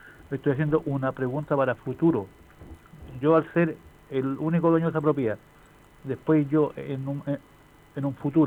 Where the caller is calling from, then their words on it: Chile; De la parte alta de Villamar de Aguasanta.